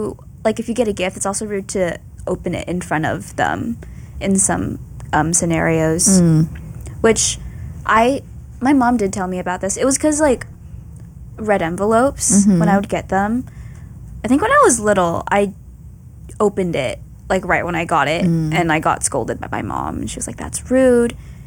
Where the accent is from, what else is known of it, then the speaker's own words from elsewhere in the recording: United States; growing up in America